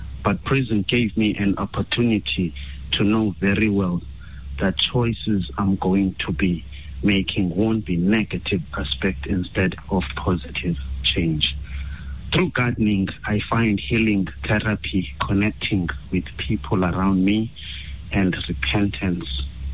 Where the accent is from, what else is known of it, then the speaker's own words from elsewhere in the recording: Cape Town, Western Cape, South Africa; I was born in October 1988. I'm one of 15 children, three brothers and single sister. I grew up inside the Khayelitsha in Cape Town. I was raised by a single parent.